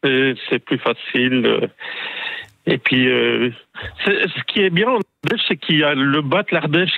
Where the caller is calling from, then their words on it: Rixensart, Wallonia, Belgium; Moi, je suis à Rixensart.